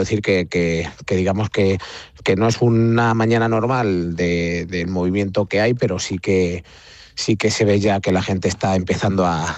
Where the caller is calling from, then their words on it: Castilla-La Mancha, Spain; hasta que yo ya llegué de nuevo a Bayuela